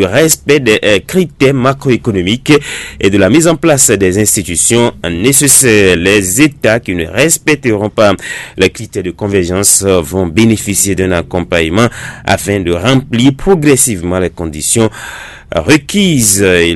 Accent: Benin; C'est beaucoup de questions qu'on s'est posées en tant que Béninois.

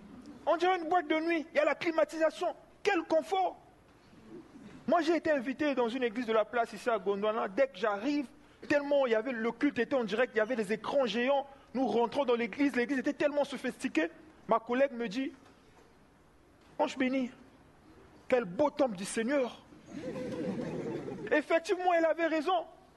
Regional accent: Brazzaville, Republic of the Congo; Et chez nous, à Brazzaville

